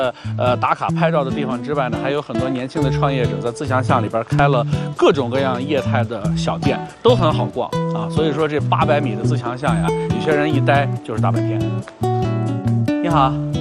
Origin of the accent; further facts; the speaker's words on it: Yinchuan, Ningxia, China; 因为我从小就是在银川长大的啊，地道的宁夏人